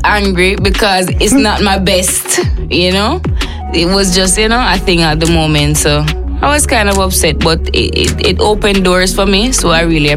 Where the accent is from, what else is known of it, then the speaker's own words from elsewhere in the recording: Morant Bay, Saint Thomas, Jamaica; I'm originally from Morant Bay, St. Thomas, Jamaica. I'm a country girl.